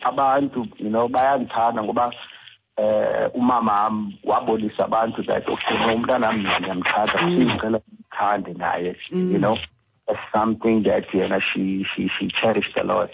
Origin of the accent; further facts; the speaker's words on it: Cape Town, Western Cape, South Africa; I pay tribute to my hometown, Scomline. In case you don't know what Scomline means, Scomline basically is the nickname of my hometown, Gwalanga in Makana Square in Cape Town.